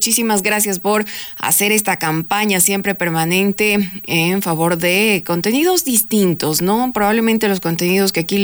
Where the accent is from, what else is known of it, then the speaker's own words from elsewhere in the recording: Ecuador; los distintos temas que nos aquejan como ecuatorianos.